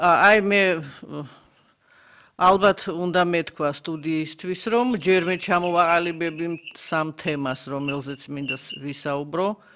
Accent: Sukhumi, Abkhazia, Georgia; moved away; მე პოლიტიკოსი ვარ, სოხუმიდან ვარ გამოდევნილი ადამიანი.

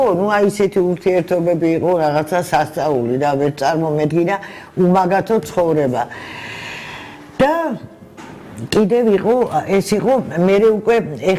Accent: Tbilisi, Georgia; born or raised there

